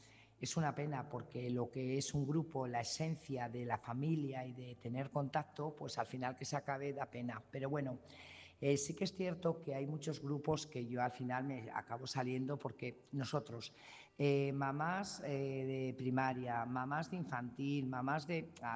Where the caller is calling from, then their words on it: Burgos, Castile and León, Spain; corresponsal de Burgos.